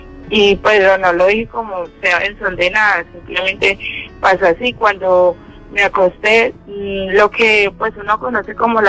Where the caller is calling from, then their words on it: Pereira, Risaralda, Colombia; yo soy de Pereira